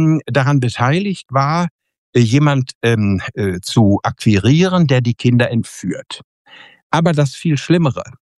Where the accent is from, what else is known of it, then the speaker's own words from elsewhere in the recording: Bünde, North Rhine-Westphalia, Germany; in Bünde in Westfalen, in meiner Heimat, viele unserer Zuschauer hoffentlich treffen werde